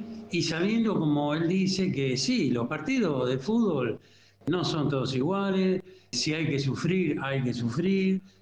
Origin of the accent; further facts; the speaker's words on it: Argentina; a mí me alegra como argentino